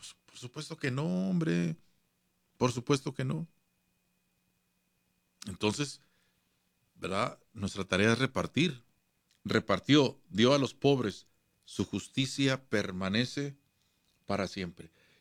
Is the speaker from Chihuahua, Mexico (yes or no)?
yes; Ciudad Juárez, Chihuahua, Mexico; now in Greeley, United States; Ciudad Juárez, mi tierra natal.